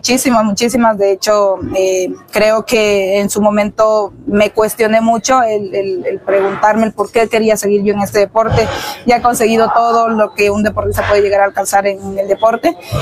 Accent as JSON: {"language": "Spanish", "country": "Ecuador", "said": "somos mujeres, somos ecuatorianas"}